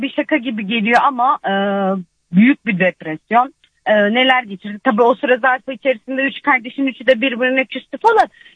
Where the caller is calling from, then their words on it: Beypazarı, Ankara, Turkey; Ben Ankara Beypazarı'nda oturuyorum.